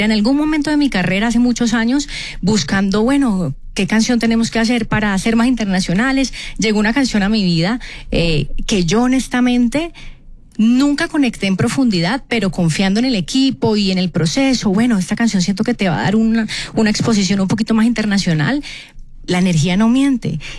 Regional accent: Colombia; soy colombiana, amo el vallenato

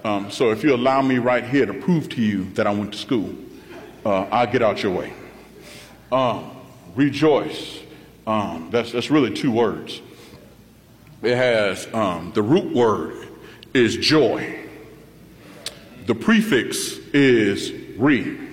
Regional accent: Indiana, United States; moved away; I'm from Northwest Indiana.

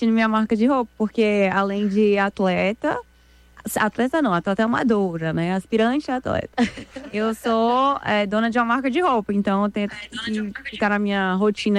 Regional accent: São Paulo, Brazil; also born or lived in Recife; porque eu morava aqui em São Paulo, eu nasci aqui em São Paulo. E aí aqui em São Paulo eu comecei na ginástica olímpica. Aí me mudei para Recife

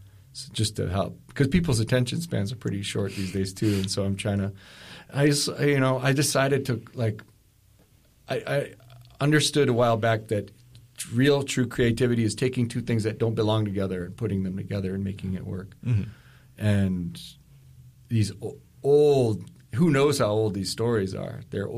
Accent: Kotzebue, Alaska, United States; now in Anchorage, United States; I'm born and raised in Kotzebue. I've lived in Anchorage for about 30 years now

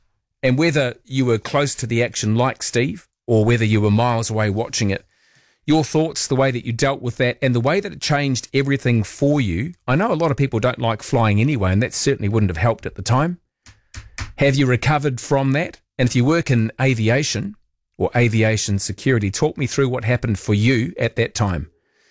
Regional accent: Australia; My daughter from Seattle was in New Zealand, as we're a family from Australia.

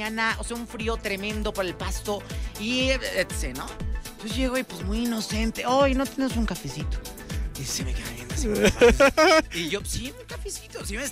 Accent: Mexico; así somos los mexicanos

